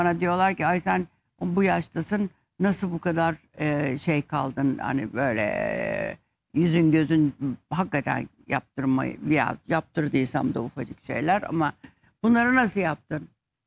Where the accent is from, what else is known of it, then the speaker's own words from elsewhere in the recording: Istanbul, Turkey; born there; O da bizimle Hı oturuyordu hı. İstanbul'da.